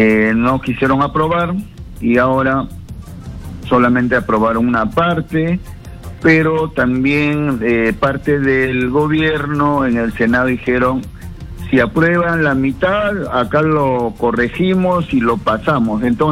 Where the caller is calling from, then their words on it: Lima, Peru; de San Juan del Urigancho.